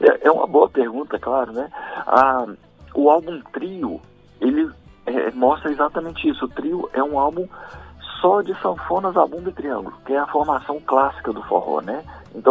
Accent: Minas Gerais, Brazil; A gente é de Minas, então, nesse do ano passado, mostra um pouco essa mistura do forró com o som mineiro, né, que a gente, né, como a gente é de Minas, a gente tem um pouco disso.

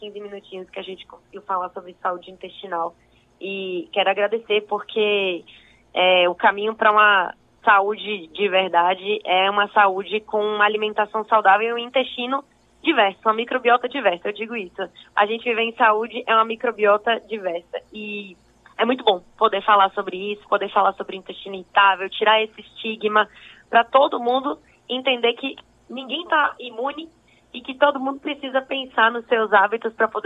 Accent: Lauro de Freitas, Bahia, Brazil; Sou da região de Salvador, Lauro de Freitas

